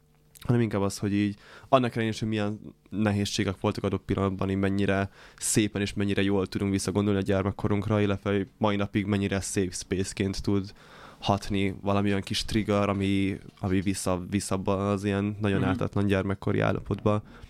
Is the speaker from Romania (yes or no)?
yes; Romania; now in Hungary; otthon Romániában